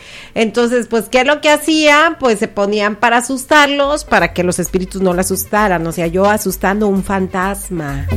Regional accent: Mexico; Así somos los mexicanos

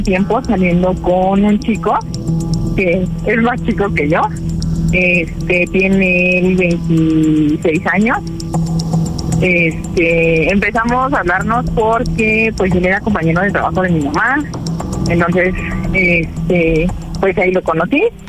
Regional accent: Mexico City, Mexico; now in Mérida, Mexico; Tengo 35 años. Yo soy de la Ciudad de México, pero por cuestión de trabajo, ando en Mérida.

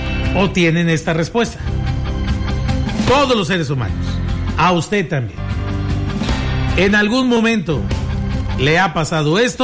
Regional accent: Mexico; Porque somos mexicanos y nos identificamos con eso.

